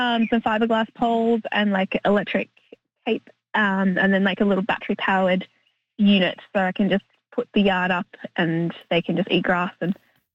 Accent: Tasmania, Australia; I'm from Tasmania in Australia, right?

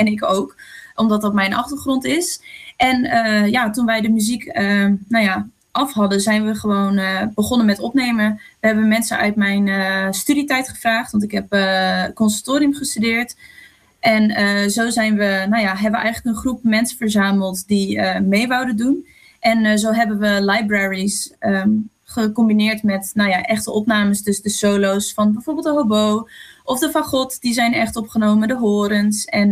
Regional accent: Friesland, Netherlands; ik kom ook uit Friesland.

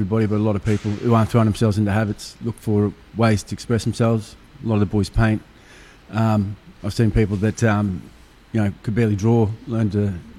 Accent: Queensland, Australia; moved away as an adult; now in Victoria, Australia; I'm a Murray lad from North Queensland.

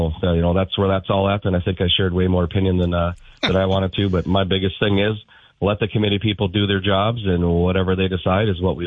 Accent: Twin Cities, Minnesota, United States; When I grew up in the Twin Cities in 1992, Minnetonka was big school football, and that was my high school, was also big school football.

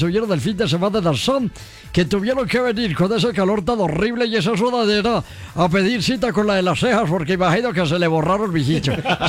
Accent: Anzá, Antioquia, Colombia; Yo soy del municipio de Alzaga

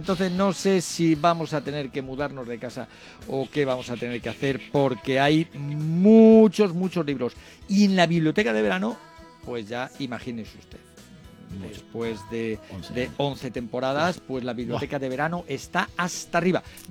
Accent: León, Castile and León, Spain; yo soy de León

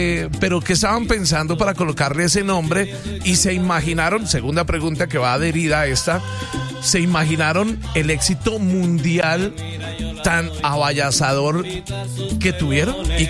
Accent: Cali, Valle del Cauca, Colombia; mi tierra bella, Cali

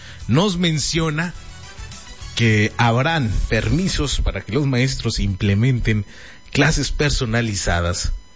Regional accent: Mexico

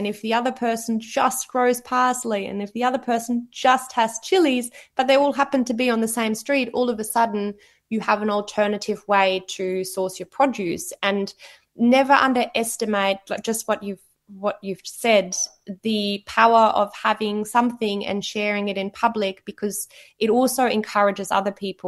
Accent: Germany; English is a second language; now in Australia; so I grew up in Germany, and Germany always has been

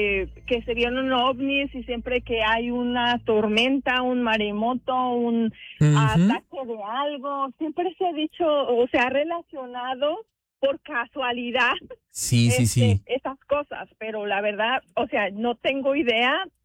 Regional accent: Jalisco, Mexico; born or raised there

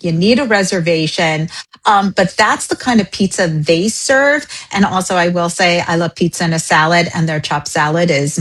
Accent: United States; I grew up in New York, New Jersey slice

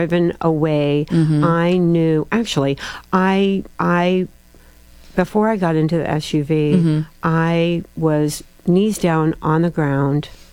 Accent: Indiana, United States; And we grew up in Indiana. And so I knew what volunteering felt like.

